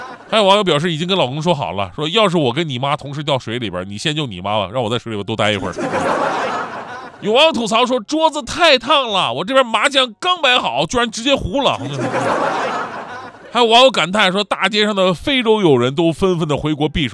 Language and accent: Chinese; Changchun, Jilin, China; moved away; 你像我们老家长春